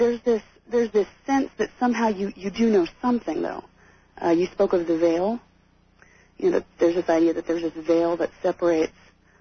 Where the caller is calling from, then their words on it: Minneapolis, Minnesota, United States; I'm calling from the Minneapolis-St. Paul area.